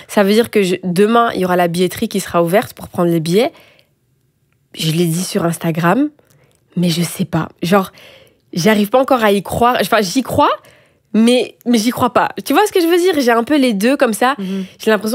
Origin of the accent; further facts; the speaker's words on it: Brussels, Brussels-Capital Region, Belgium; on est de Bruxelles toutes les deux